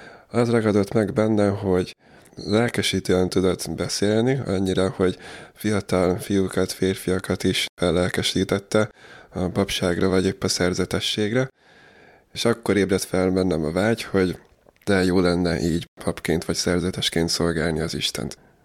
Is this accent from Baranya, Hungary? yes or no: no; Dunakeszi, Pest, Hungary; Dunakesziről származom, 38 éves vagyok jelenleg. Hagyományos katolikus vallásos családba születtem. Nagyapáim sekrestések voltak